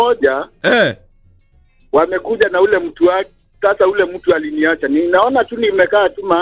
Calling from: Murang'a, Murang'a County, Kenya; natoka Murang'a.

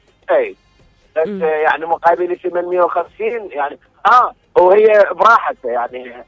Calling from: Najaf, Najaf Governorate, Iraq; من النجف.

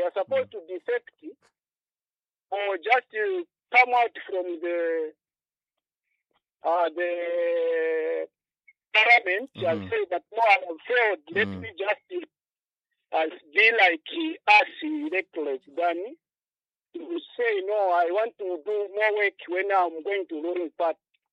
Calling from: Livingstone, Southern Province, Zambia; from the tourist capital city of Livingstone.

